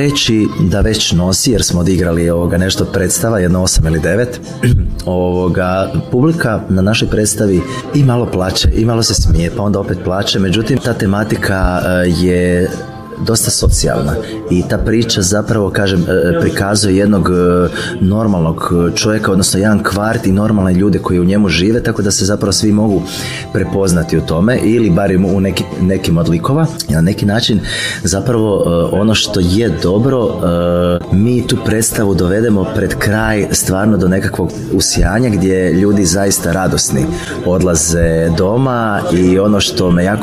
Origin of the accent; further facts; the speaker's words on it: Zagreb, City of Zagreb, Croatia; born there; ja sam kao klinac imao bend u Španskom … tamo negdje 2005. još